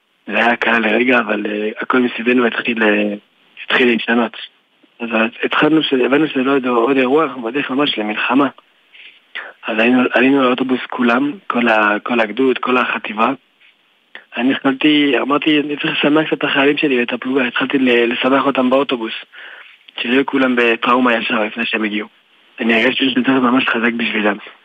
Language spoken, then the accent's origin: Hebrew; Jerusalem, Jerusalem District, Israel; also born or lived in France; אני האמת נולדתי בצרפת, אני צרפתי. כשהייתי בן 3 חודשים עליתי לארץ עם כל המשפחה שלי. והייתי נער, גדלתי בירושלים.